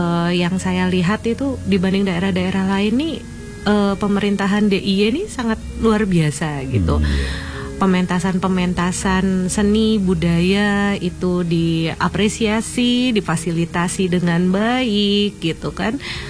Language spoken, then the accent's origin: Indonesian; West Java, Indonesia; also born or lived in Yogyakarta; Ya, kebetulan memang saya kecil dan besar di Jawa Barat. Tapi saya lahir di Jogja